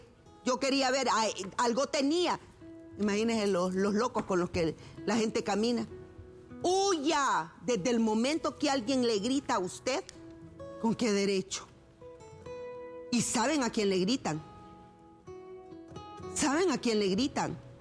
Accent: Honduras; Nosotros los hondureños tenemos derecho a la salud, a la seguridad.

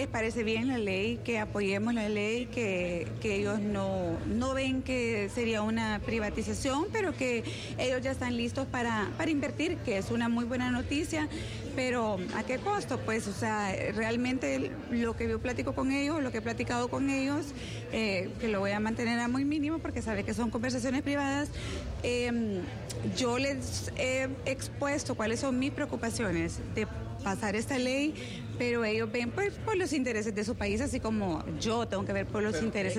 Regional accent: Honduras; yo soy hondureña

